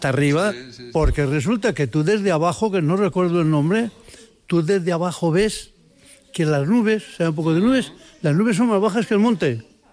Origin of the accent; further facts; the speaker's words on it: Galicia, Spain; Y tengo un problema de que como buen gallego, cuando llegué a Ribo Cebreiro, ya estaba en mi tierra, allí era yo él.